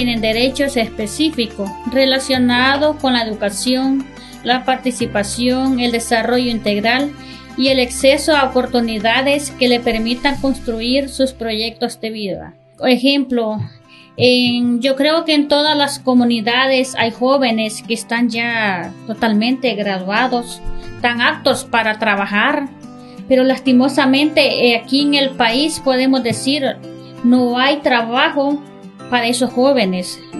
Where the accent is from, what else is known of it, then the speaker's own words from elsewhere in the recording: Ciudad Romero, Usulután, El Salvador; soy de Ciudad Romero